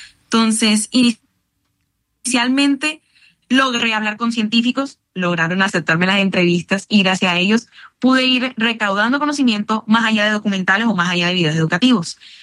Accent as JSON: {"language": "Spanish", "town": "Barranquilla", "region": "Atlántico", "country": "Colombia", "tie": "born or raised there", "said": "Yo evidentemente soy barranquillera, yo crecí entendiendo que el Caribe no es simplemente un paisaje, un lugar donde yo iba de vez en cuando por vacaciones, sino que también es una casa, es nuestra casa."}